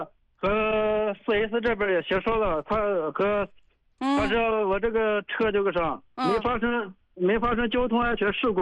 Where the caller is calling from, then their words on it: Xinjiang, China; 就新疆的，新疆的。